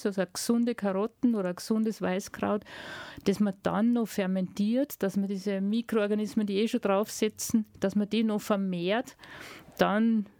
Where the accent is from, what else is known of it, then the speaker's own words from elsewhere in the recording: Unken, Salzburg, Austria; ich bin gebürtige Unkenerin und lebe in Unken. Das ist ein Die Unkner, sind, Unkner und Unknerinnen sind ein eigenwilliges Bergvolk, steht in der Chronik.